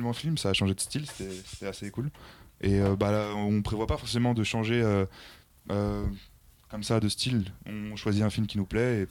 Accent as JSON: {"language": "French", "town": "Paris", "region": "Île-de-France", "country": "France", "tie": "born there", "said": "Bah en fait, moi, je suis né à Porte de la Chapelle"}